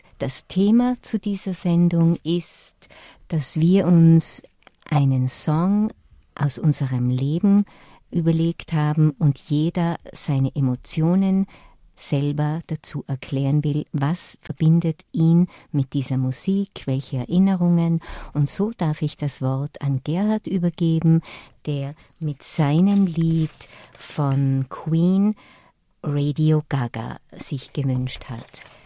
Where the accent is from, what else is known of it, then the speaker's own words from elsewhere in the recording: Tyrol, Austria; der Rest sind wir Tiroler.